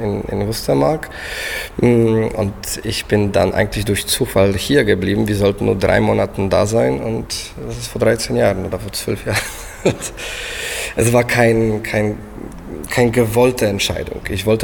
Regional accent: Poland; first language Polish; German is a second language; moved away as an adult; now in Berlin, Germany; wenn ich zu Hause bin, kann ich besser Polnisch logischerweise sprechen. Das ist meine Muttersprache, es ist nicht schwierig für mich.

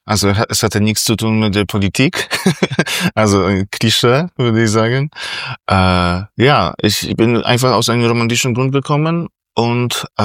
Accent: Bydgoszcz, Kuyavian-Pomeranian Voivodeship, Poland; German is a second language; moved away as an adult; now in Berlin, Germany; ich komme aus Polen, genau heißt die Stadt Bydgoszcz. Und in Berlin wohne ich seit 2015. Ich bin 40 Jahre alt, fast 41.

